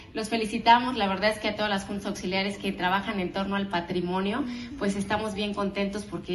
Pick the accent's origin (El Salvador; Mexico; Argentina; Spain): Mexico; Puebla; porque somos muy poblanos